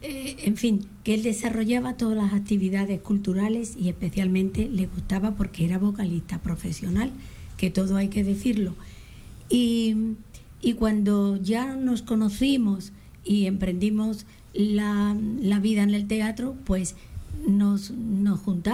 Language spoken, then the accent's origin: Spanish; Castilla-La Mancha, Spain; now in San Fernando, Spain; vinieron mis padres a recogerme en Navidad y nos marchamos de nuevo a mi pueblo, allí por Toledo.